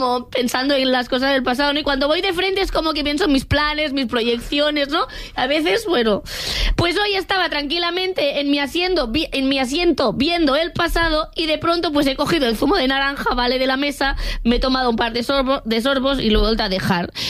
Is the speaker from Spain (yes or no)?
yes; Catalonia, Spain; como persona catalana esto me